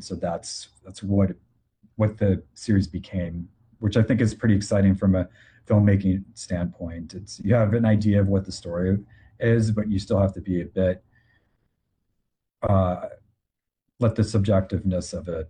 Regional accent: Chicago, Illinois, United States; And so I grew up in Chicago. So junior high through my time at Notre Dame as undergrad, the Bulls were the most dominant team in the 90s.

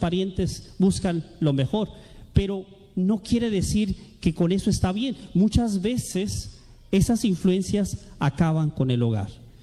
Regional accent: Tijuana, Baja California, Mexico; born there; Ellos están ahí en el sur de México. Yo nací aquí en Tijuana y solamente mi mamá y yo.

